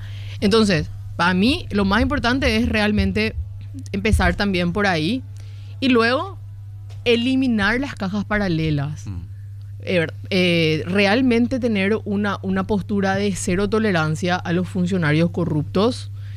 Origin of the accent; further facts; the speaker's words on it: Asunción, Paraguay; yo soy asuncena y pago impuestos